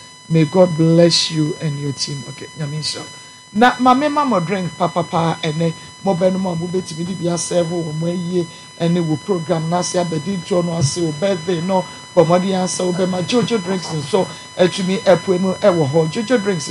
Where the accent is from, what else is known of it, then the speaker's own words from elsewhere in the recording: Techiman, Bono East, Ghana; from Techiman.